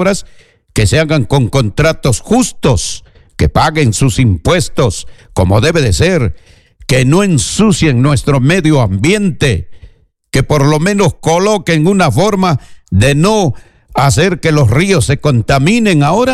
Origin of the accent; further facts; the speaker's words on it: Peru; nosotros los peruanos que vivimos en las diferentes regiones del Perú